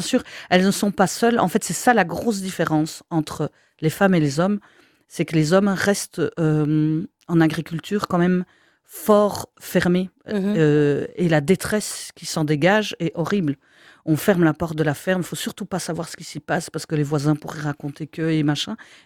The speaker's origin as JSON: {"language": "French", "region": "Wallonia", "country": "Belgium", "said": "on part de la province de Luxembourg, je fais des études à Louvain-la-Neuve, il faut que j'enlève mon accent."}